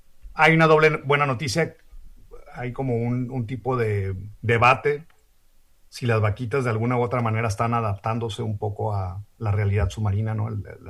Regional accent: Mexicali, Baja California, Mexico; born there; un conflicto social ambiental de relevancia mundial que estaba en el municipio de Mexicali, donde yo nací.

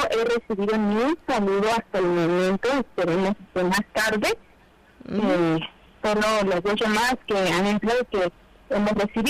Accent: San Andrés Chicahuaxtla, Oaxaca, Mexico; now in Tlaxiaco, Mexico; no tengo mucho que llegué de allá, como de origen. En inicio, soy originaria de San Andrés, Chicahuatlán.

